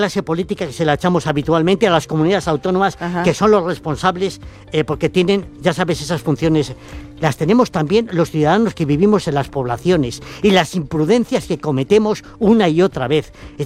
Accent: Fermoselle, Castile and León, Spain; Y es el incendio de mi tierra, en Fermoselle.

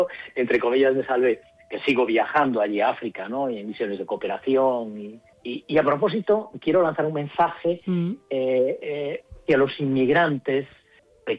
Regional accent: Celanova, Galicia, Spain; also born or lived in Ivory Coast; ya sabes cómo somos los gallegos, y los gallegos somos muy viajeros. Yo soy muy viajero

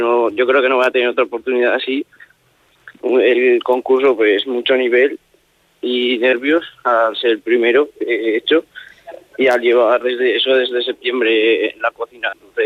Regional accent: Tarazona, Aragon, Spain; abrir mi restaurante en Tarazona, que es de donde soy.

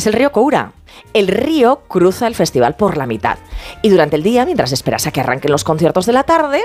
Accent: Aragon, Spain; Yo sí, yo soy maña. Yo soy empeñaica, ya lo sabes.

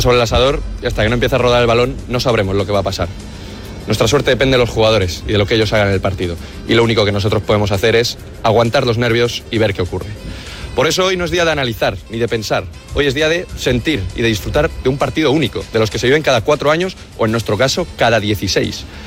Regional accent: Spain; now in Germany; pequeños, enormes grupos de españoles que estamos en el exilio nos reunimos

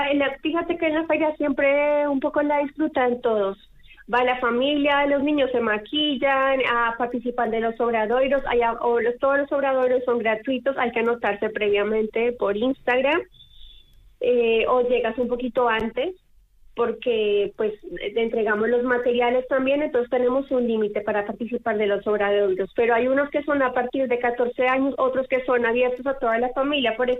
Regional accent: Colombia; also born or lived in Argentina; now in Galicia, Spain; Yo soy de Colombia, pero viví muchos años en Argentina

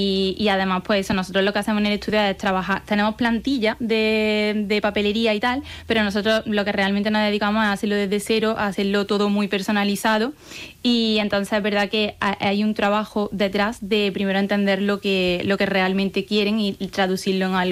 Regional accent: Priego de Córdoba, Andalusia, Spain; Yo soy de Priego de Córdoba y allí se lleva mucho el aceite de oliva.

